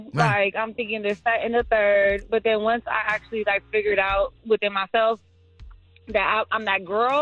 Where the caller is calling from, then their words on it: Torrance, California, United States; I'm calling from Torrance.